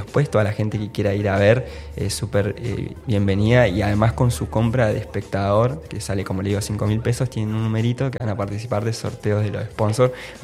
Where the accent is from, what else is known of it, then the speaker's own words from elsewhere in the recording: Cipolletti, Río Negro, Argentina; yo soy de acá de Cipolletti